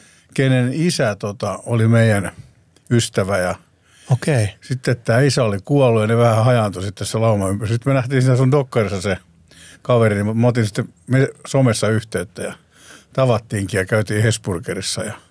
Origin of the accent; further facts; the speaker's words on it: Tampere, Pirkanmaa, Finland; kun me ollaan Tampereelta